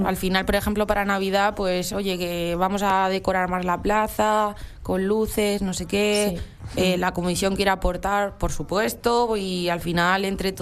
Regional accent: Huete, Castilla-La Mancha, Spain; yo que también soy de Huete, que tampoco es que sea mucho más grande

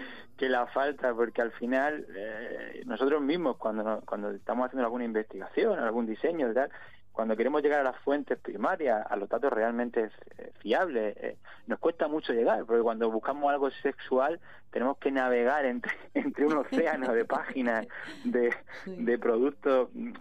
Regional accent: Region of Murcia, Spain; llevamos aquí más de 20 años en la región, somos todos murcianos

